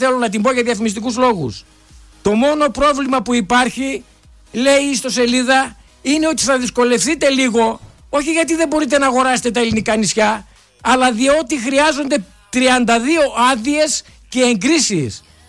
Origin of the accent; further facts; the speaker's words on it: Greece; ως Έλληνες